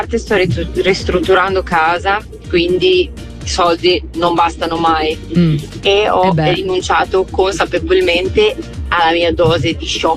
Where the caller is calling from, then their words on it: Parma, Emilia-Romagna, Italy